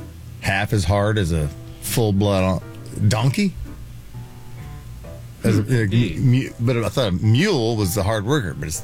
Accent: West Terre Haute, Indiana, United States; my hometown, West Terre Haute.

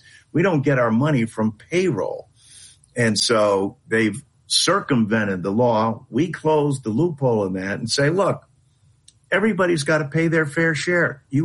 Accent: East Hartford, Connecticut, United States; except once in my hometown of East Hartford.

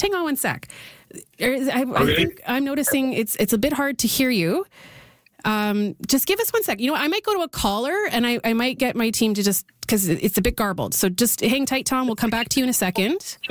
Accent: Canada; As a Canadian, I feel very fortunate to live here.

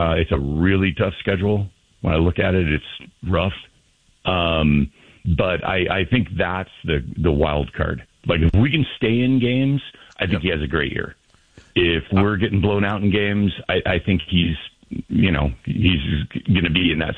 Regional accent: Oakland, California, United States; I'm 62, born and raised in Oakland

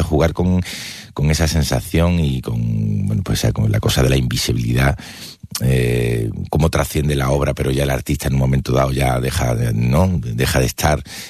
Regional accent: Málaga, Andalusia, Spain; Yo soy andaluz, soy de Málaga, mi abuelo era de León, mi bisabuelo era del País Vasco, mi padre nació en Granada

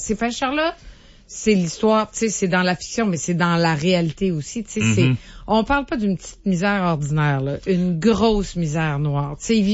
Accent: New Richmond, Quebec, Canada; moved away; Moi, je viens de New Richmond en Gaspésie.

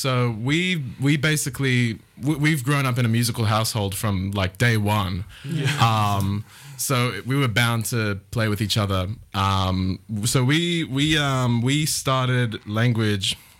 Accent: New South Wales, Australia; So we all come from the Murray and the Darling River. So that's down in like rural New South Wales. So all like down through Wentworth or Kenya. But most of my mob is from Bourke

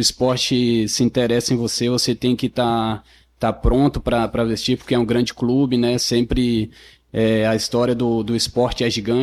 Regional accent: Sobral, Ceará, Brazil; born or raised there; also born or lived in Rio de Janeiro

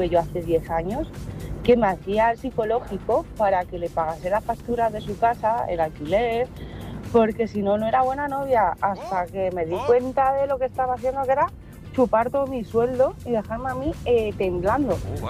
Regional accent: Madrid, Community of Madrid, Spain

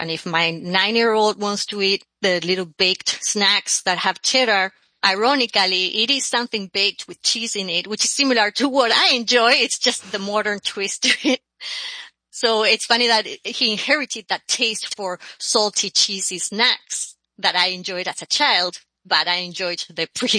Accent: Argentina; now in Florida, United States; I'm originally from Argentina, and I currently live in Florida, USA.

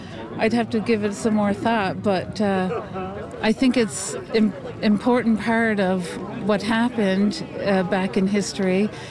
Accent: Wabigoon Lake Reserve, Ontario, Canada; I'm a Ojibwe from the Wabagoon Lake Reserve, south of Dryden, Ontario.

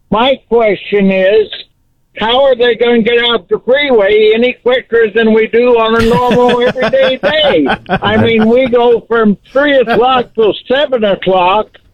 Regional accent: Boise, Idaho, United States; Well, I'm from Boise, but I'm in Snowville, headed to Utah, headed to Salt Lake.

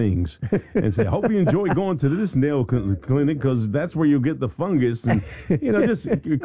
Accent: Philadelphia, Pennsylvania, United States; You know, I'm from Philadelphia.

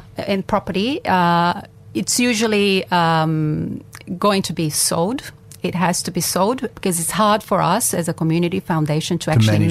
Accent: Brazil; now in Northern Rivers, Australia; I grew up in Brazil, and where you see a lot of need.

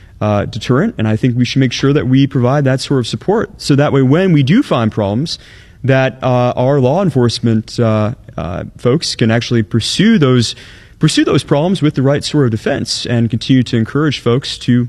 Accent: Muscatine, Iowa, United States; I am a seventh-generation Iowan. I'm from Muscatine, and I grew up in a community that was really focused on looking after each other.

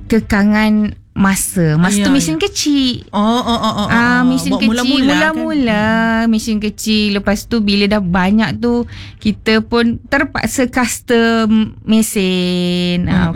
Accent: Malacca, Malaysia; now in Sarawak, Malaysia; Kami berasal dari orang Melaka. Kami orang Melaka. Kami dah duduk Sarawak tu sejak 2012.

